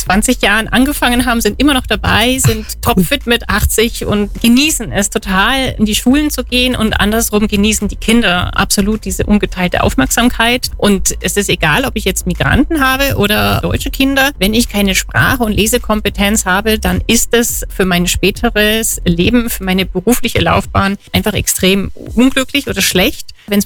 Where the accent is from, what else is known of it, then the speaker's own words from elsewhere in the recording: Memmingen, Bavaria, Germany; das hat mich so geprägt, dass ich dann mit dem Konzept wieder zurück nach Memmingen gekommen bin, meine Heimatstadt